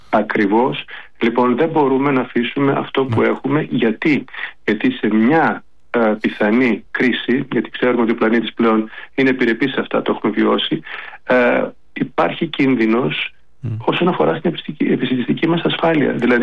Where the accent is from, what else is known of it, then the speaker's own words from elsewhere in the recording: Thessaloniki, Central Macedonia, Greece; Που εγώ που κατάγομαι από τη Θεσσαλονίκη, γεννήθηκε και μεγάλωσα εκεί, υπάρχει και προσωπική, έτσι.